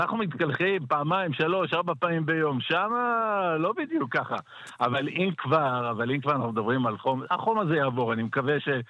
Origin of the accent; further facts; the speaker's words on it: Sderot, Southern District, Israel; moved away; אני נולדתי בסדרות. אני עד שנת 2010 שברתי לזיקים כל החיים בסדרות.